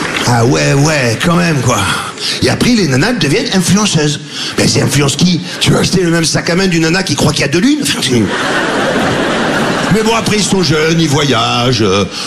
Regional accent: Marseille, Provence-Alpes-Côte d'Azur, France; J'ai dit, non, moi aussi, je suis Marseillais, mais.

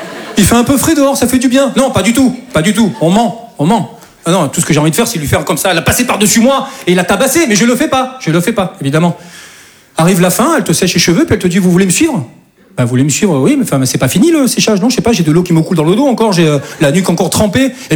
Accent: south of France, France; now in Paris, France; Je dis ça parce que moi je viens du sud de la France. Et chez nous c'est un peu plus tranquille, quoi. Et moi, voilà, je suis monté sur Paris, voilà, pour devenir comédien.

